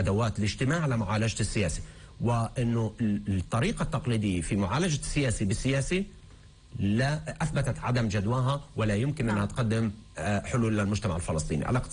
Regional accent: Palestine; احنا نفكر بطريقة جمعية كفلسطينيين

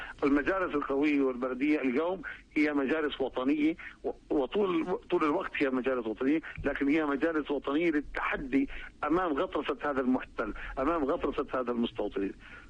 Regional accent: Palestine; يعني أنا آسف إن أحكي يعني كفلسطينيين، نتعامل بردات الفعل.

